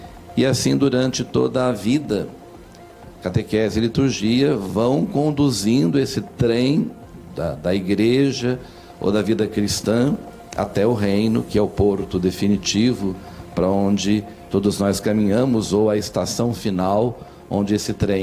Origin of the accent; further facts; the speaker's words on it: Minas Gerais, Brazil; Como bom mineiro que sou, e temos muito trem em Minas